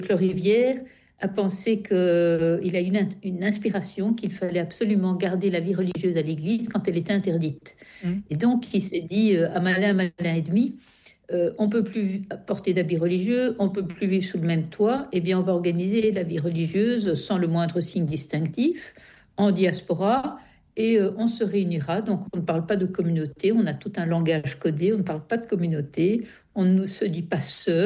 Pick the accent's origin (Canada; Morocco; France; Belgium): Belgium; Brussels, Brussels-Capital Region; Je suis de Bruxelles.